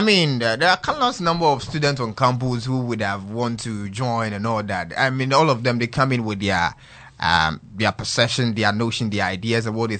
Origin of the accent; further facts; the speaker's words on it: Ashaiman, Greater Accra, Ghana; I actually grew up in a Shyman, Vaco Flats, actually.